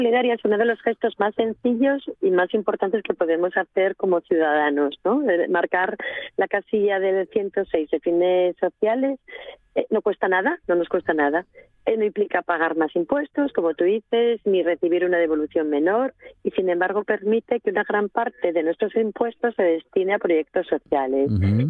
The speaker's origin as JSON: {"language": "Spanish", "region": "Asturias", "country": "Spain", "said": "yo soy asturiana y soy rural"}